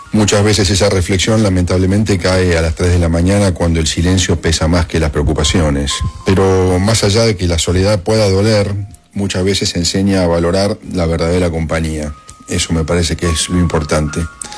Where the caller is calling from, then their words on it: Buenos Aires, Argentina; de Coghlan